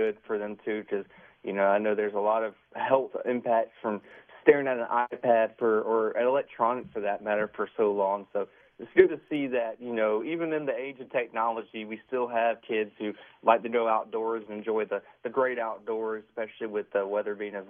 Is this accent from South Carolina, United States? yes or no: yes; Florence, South Carolina, United States; moved away; my hometown Florence, it's situated in a spot where I don't want to say a sweet spot. It's not really a sweet spot, but basically it's far enough from the coast where we really don't get